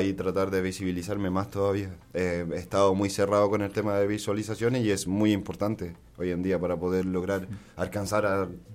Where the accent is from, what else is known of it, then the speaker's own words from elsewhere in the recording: Curicó, Maule, Chile; Yo soy de aquí de Curicó